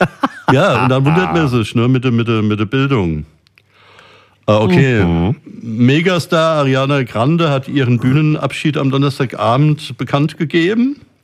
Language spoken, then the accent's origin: German; Rüsselsheim, Hesse, Germany; meine Kindheit in Rüsselsheim, und das ist jetzt keine Werbung, das ist Rüsselsheimer Geschichte